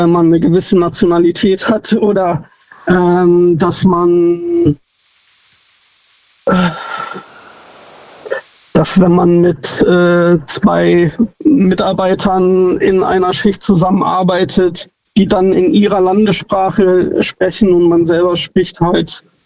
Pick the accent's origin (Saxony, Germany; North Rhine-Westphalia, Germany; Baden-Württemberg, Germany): Baden-Württemberg, Germany; Neuffen; ich komme aus Neufen. Ich weiß nicht, ob das dir was sagt.